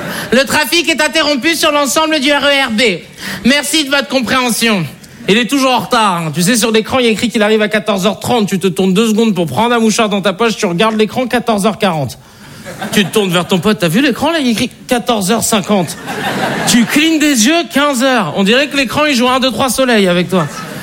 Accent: Paris, Île-de-France, France; now in Arcueil, France; enchanté. Je vais me présenter très rapidement. Vous savez, j'ai grandi à Paris dans le 19e, et ensuite j'ai déménagé dans une ville qui s'appelle Arcueil, au sud de Paris.

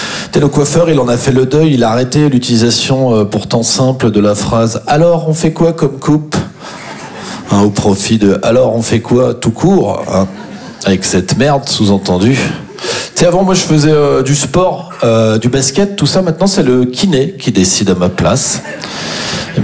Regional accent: Champagnole, Bourgogne-Franche-Comté, France; Non, je suis originaire d'une petite commune qui s'appelle Champagnole.

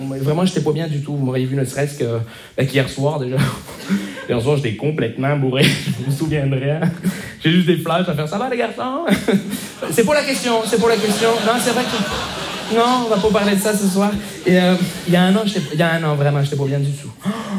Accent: Montreal, Quebec, Canada; Bonjour, je me présente … je viens de Montréal.

